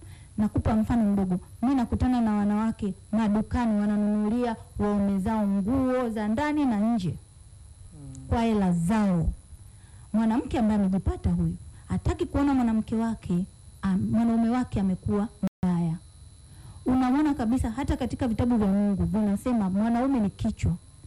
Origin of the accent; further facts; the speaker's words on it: Ruvuma, Tanzania; Imeenda mbali zaidi kule kwetu Ruvuma.